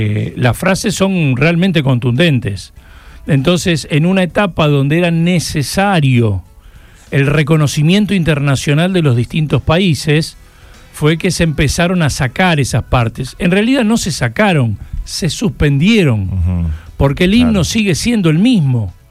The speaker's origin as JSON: {"language": "Spanish", "country": "Argentina", "said": "porque es el sentimiento más profundo de lo que nos representa a nosotros como argentinos."}